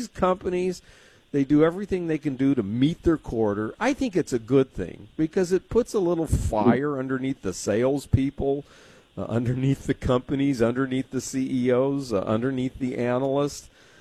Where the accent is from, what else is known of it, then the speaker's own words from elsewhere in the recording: San Diego, California, United States; moved away; I've been on a lot of harbor cruises growing up in San Diego